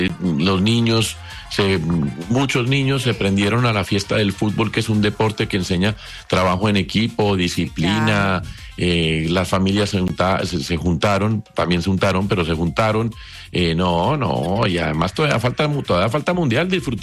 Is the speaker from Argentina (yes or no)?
no; Colombia; somos especialistas los colombianos en hacerlo.